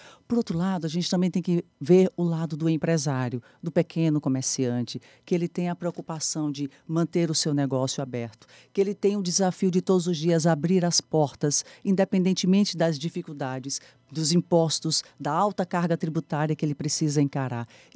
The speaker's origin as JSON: {"language": "Portuguese", "region": "Sergipe", "country": "Brazil"}